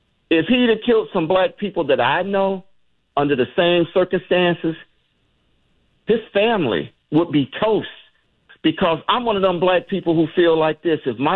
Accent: Flint, Michigan, United States; And I'm from Flint, Michigan. I'm third generation auto worker.

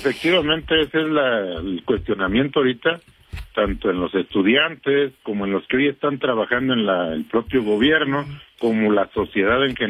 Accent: Mexico; como mexicanos, como afectados en este caso

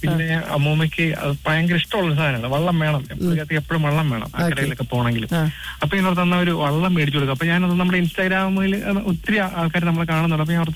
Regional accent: Arpookara, Kerala, India; കോട്ടയം, കോട്ടയം, കോട്ടയം ആർപ്പുക്കര എന്ന് പറയും medical college ഹോസ്പിറ്റലിന്റെ അടുത്തേ നമ്മുടെ വീടെല്ലാം വരുന്നത്.

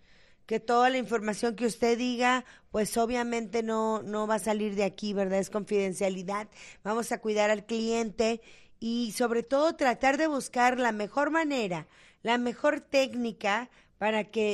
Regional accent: Mexico; now in United States; De Ciudad Juárez. Fíjese, o sea, todos los que yo también soy mexicana, okay.

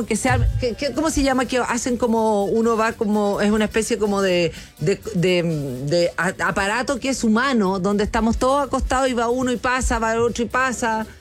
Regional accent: Chile; Nosotros somos chilenos, lo jugamos, es chileno.

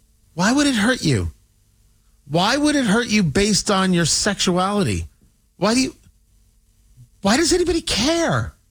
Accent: Chicago, Illinois, United States; Well, I'm from Chicago, and we don't do those things here.

